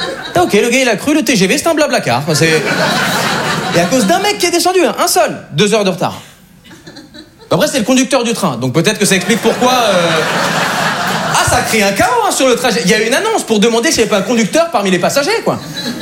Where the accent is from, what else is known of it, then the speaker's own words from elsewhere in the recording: Switzerland; je rencontre un groupe de Français. Je dis que je suis suisse.